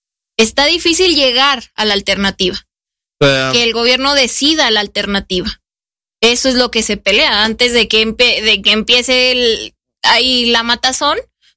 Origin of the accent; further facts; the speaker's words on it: León, Guanajuato, Mexico; nosotros de León pues somos, lo voy a decir, culitos